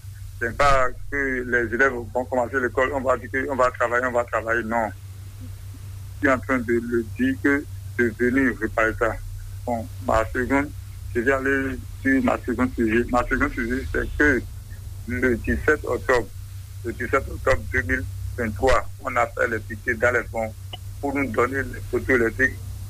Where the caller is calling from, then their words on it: Adjarra, Ouémé, Benin; J'appelle de Porte Nouveau. Commune d'Ajara, arrondissement de Marie.